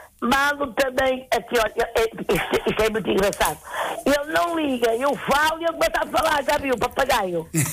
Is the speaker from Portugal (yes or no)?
yes; Angeiras, Norte, Portugal; moved away; lá da minha terra em Anjeiras